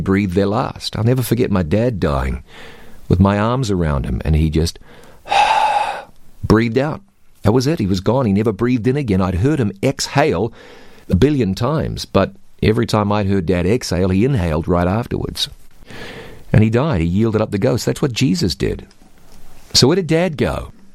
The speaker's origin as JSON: {"language": "English", "country": "New Zealand", "moved": "yes", "said": "I can speak American and New Zealand. New Zealand's my home country. I can speak Australian and English and Canadian."}